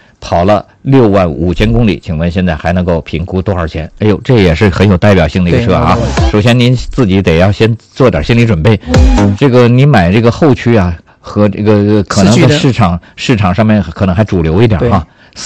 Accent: Hainan, China; 也说明咱们海南人这边智商高很多啊。

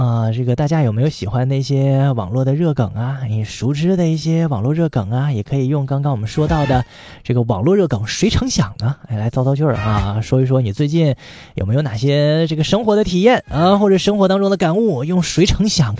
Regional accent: Liaoning, China; now in Haikou, China; 就说到了我的家乡辽宁啊，其实辽宁很多人他的这个所谓的土话啊，就是一些所谓的方言当中，他会有着这个满语的成分。

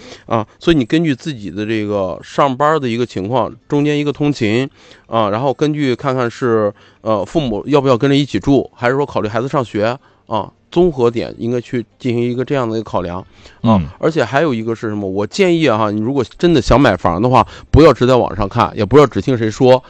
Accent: Hebei, China; moved away as an adult; now in Haikou, China; 我是一个外地人，我是河北的，我21年来到海口

